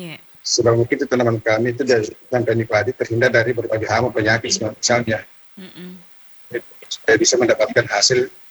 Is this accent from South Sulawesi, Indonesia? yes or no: yes; South Sulawesi, Indonesia; orang dulu ya saya Bugis Tomi aku cerita ya.